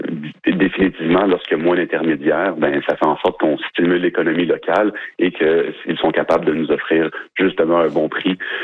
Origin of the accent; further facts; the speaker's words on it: Trois-Rivières, Quebec, Canada; On le sait qu'à Trois-Rivières, moi, je suis natif de Trois-Rivières, là, je sais que c'est un sujet qui revient souvent.